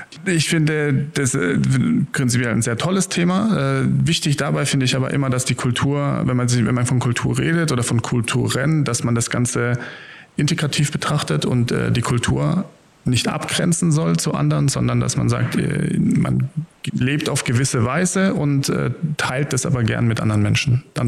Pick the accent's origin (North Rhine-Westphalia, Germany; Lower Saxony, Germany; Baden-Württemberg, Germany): Baden-Württemberg, Germany; Karlsruhe; born there; Ich bin in Karlsruhe geboren. Meine Mutter kommt ursprünglich hier aus der Region und mein Vater eben von dort. Das heißt, mein kultureller Hintergrund ist wohl süddeutsche Kartoffel